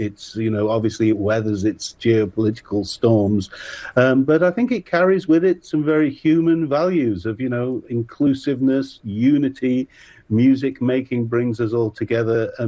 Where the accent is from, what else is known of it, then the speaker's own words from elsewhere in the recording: United Kingdom; I feel sad for my fellow countrymen as a Brit